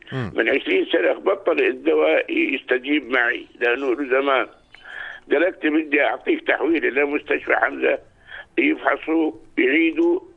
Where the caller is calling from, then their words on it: Amman, Amman Governorate, Jordan; بحي بسمان.